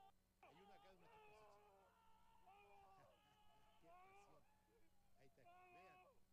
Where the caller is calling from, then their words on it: Piedra del Águila, Neuquén, Argentina; de Piedra del Águila.